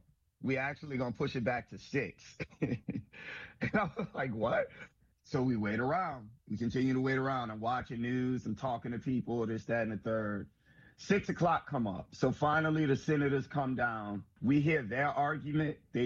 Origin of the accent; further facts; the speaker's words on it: New Orleans, Louisiana, United States; And I'm lucky that I grew up in New Orleans, because it is a blue dot in the red ocean.